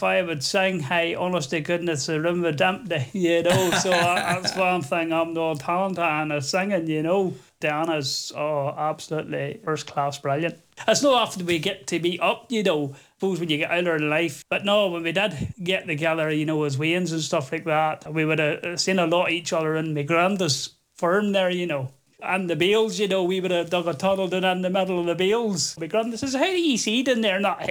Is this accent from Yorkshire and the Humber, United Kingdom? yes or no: no; Ballymoney, Northern Ireland, United Kingdom; accent: Ulster Scots; I'm up from the north coast, up from Ballymoney, you call it the town.